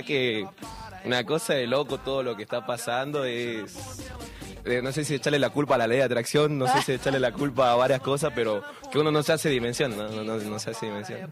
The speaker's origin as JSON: {"language": "Spanish", "town": "San Salvador de Jujuy", "region": "Jujuy", "country": "Argentina", "tie": "born there", "said": "Yo soy de San Pedrito, o sea, nacido en Santa Rita, unas 560 viviendas. Y bueno, por decisiones, digamos, de la separación de mis padres, estaba viendo últimamente atrás del Pollo Coqueto en San Pedrito y en la Juan B. Justo."}